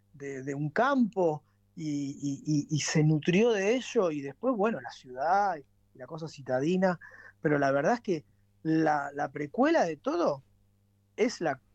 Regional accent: Argentina; primero que todo somos argentinos.

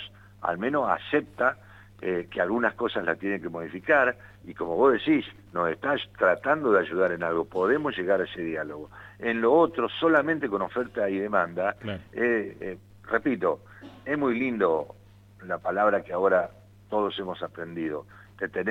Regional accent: Argentina

